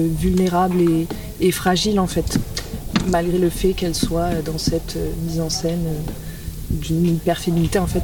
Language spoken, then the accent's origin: French; Morocco; Moi, j'ai grandi au Maroc